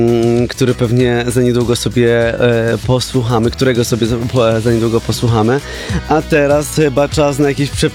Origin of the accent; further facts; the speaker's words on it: Jasło, Subcarpathian Voivodeship, Poland; moved away; Ja jestem z Jasła, kocham Jasło, jest pięknie położone, cudownie zielone, no naprawdę takie piękne, bajeczne miasteczko, które jest bardzo życzliwe i bardzo lubię tam wracać.